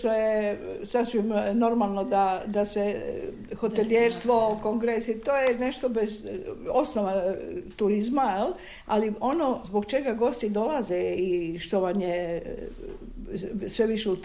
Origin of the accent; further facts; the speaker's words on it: Split-Dalmatia County, Croatia; born there; now in Zagreb, Croatia; ja koja sam rođena na Braču, ali sam došla davno što je sreću u Zagreb